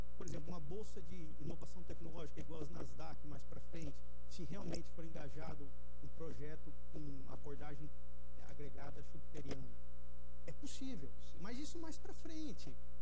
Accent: Mato Grosso, Brazil; Eu venho lá do Mato Grosso

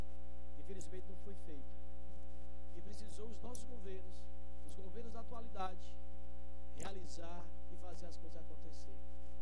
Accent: Ceará, Brazil; born there; now in Fortaleza, Brazil; Eu vim do interior do estado do Ceará

